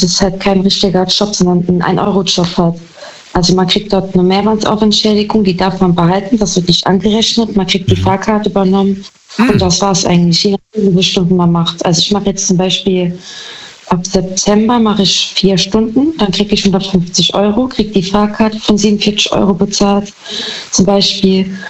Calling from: Saarbrücken, Saarland, Germany; Saarbrücken.

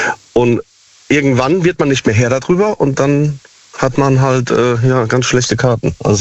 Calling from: Siegen, North Rhine-Westphalia, Germany

